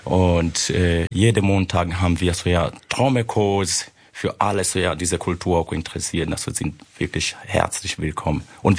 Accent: Chemnitz, Saxony, Germany; Wir kommen aus Chemnitz, Karl-Marx-Stadt.

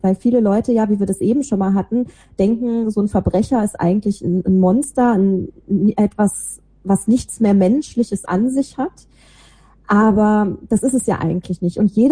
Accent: Rhineland, Germany; accent: Rhineland dialect; ich bin halt nun mal im Rheinland aufgewachsen

